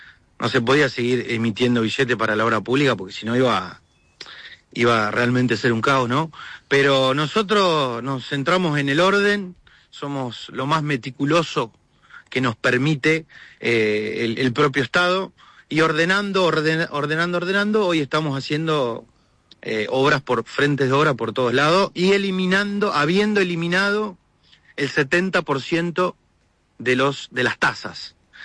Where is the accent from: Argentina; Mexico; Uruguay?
Argentina; Gualeguaychú, Entre Ríos; born there; Gualeguaychú, ciudad en la que me dio la vida, yo nací en Gualeguaychú.